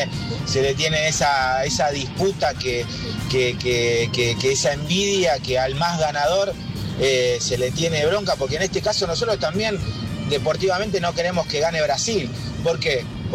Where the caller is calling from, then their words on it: Hurlingham, Buenos Aires Province, Argentina; de Hurlingham.